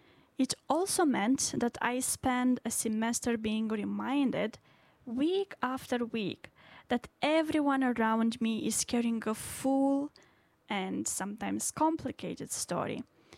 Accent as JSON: {"language": "English", "country": "Romania", "first_language": "Romanian", "second_language": "English", "moved": "yes", "said": "all the songs from today are in Romanian language, which is my mother tongue"}